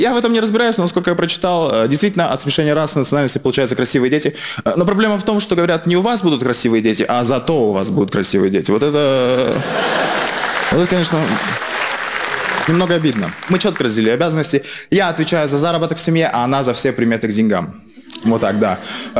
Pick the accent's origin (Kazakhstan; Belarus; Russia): Kazakhstan; Я из Казахстана